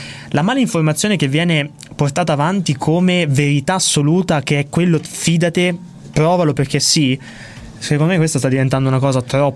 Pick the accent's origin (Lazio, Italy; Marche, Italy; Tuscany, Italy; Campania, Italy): Marche, Italy; Io non essendo di Bologna, sono marchigiano, vivo a Porto Recanati